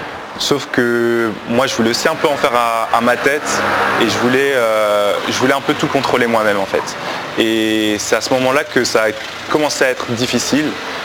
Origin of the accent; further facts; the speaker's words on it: Belgium; Donc j'ai grandi en Belgique, du coup, j'ai une enfance assez normale avec ma famille qui est chrétienne